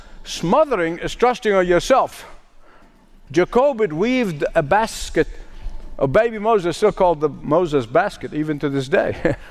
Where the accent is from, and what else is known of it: Egypt; born or raised there